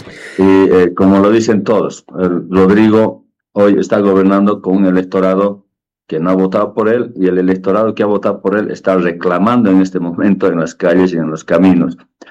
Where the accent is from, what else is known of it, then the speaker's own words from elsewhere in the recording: Bolivia; no son bolivianos, también son bolivianos, todos somos bolivianos